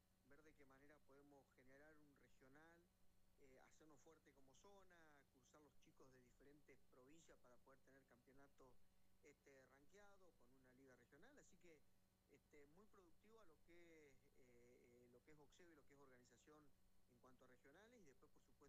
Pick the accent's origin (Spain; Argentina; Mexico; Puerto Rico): Argentina; General Acha, La Pampa; Yo soy de General Hacha, estoy a 100 kilómetros de capital